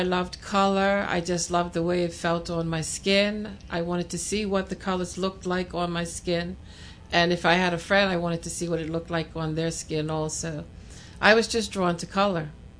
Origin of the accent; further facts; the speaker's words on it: St. David's, St. George's, Bermuda; So my family is from St. David's. So I grew up around my grandparents, my aunts, uncles. It is still a close-knit community